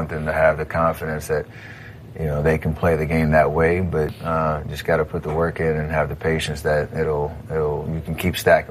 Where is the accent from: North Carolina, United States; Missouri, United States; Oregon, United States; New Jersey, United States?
North Carolina, United States; Charlotte; Growing up in Charlotte, where my dad played for 10 years for the Charlotte Hornets